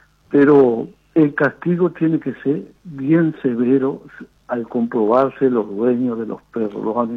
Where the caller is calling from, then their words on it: Rivera, Uruguay; En Rincón de Tranqueras.